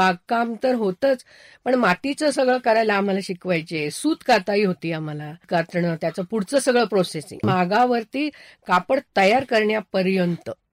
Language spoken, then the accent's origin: Marathi; Ahmednagar, Maharashtra, India; now in Mumbai, India; माझंही बालपण इथे गेलं आणि जन्मच म्हणजे माझा इथला.